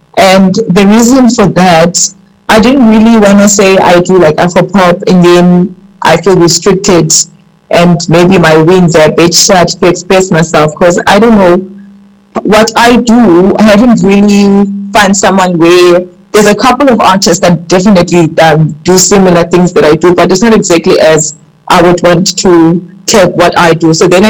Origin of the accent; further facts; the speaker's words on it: Gqeberha, Eastern Cape, South Africa; a multi-dimensional young woman from Eastern Cape in Gqeberha. Well, born and bred in Gqeberha. Obviously, my parents are coming from different places or outskirts because they're both different tribes. My mom is the Mambondo, so obviously I'm the Bondo tribe